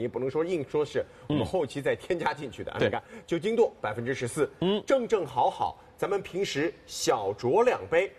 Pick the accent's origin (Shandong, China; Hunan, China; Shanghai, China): Shanghai, China